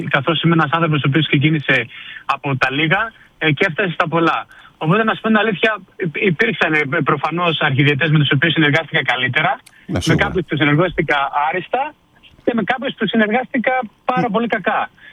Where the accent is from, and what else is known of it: Greece